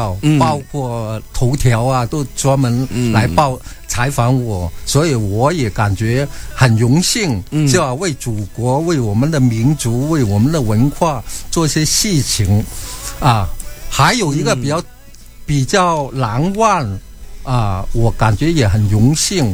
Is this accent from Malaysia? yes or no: no; China; now in Australia; 我们中国人